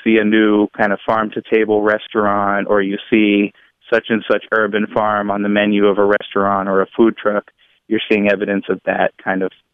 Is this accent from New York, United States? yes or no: no; Dorchester, Massachusetts, United States; I grew up in Dorchester, and I certainly didn't think that I could become a farmer.